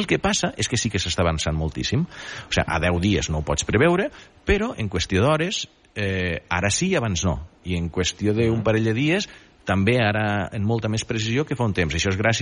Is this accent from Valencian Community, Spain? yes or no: no; Catalonia, Spain